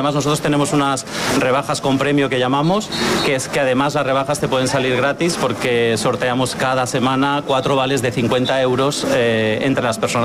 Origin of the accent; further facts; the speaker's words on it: Valencian Community, Spain; Yo no soy murciano, soy valenciano, pero además conozco el Ternatura de Benidorm también